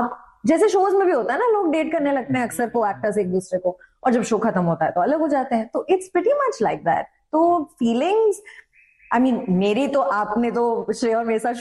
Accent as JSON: {"language": "Hindi", "region": "Delhi", "country": "India", "said": "मैं दिल्ली से हूँ"}